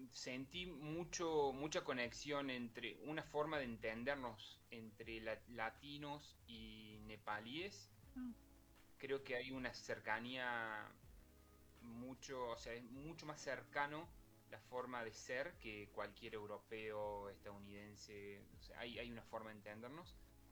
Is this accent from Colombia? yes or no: no; Argentina; Y tuve la suerte de ser argentino